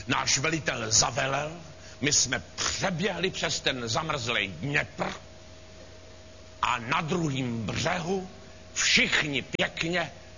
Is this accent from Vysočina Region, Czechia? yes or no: yes; Třebíč, Vysočina Region, Czechia; also born or lived in Brno; Já jsem se narodil v Třebíči, nedaleko Brna, v takovém malém městě. Většinu času v dětství, většinou prázdnin jsem strávil v Třebíči u svých dvou babiček a u svého dědečka.